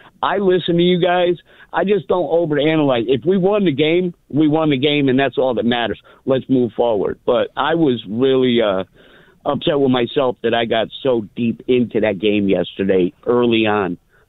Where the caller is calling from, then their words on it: Connecticut, United States; I tell everybody here in Connecticut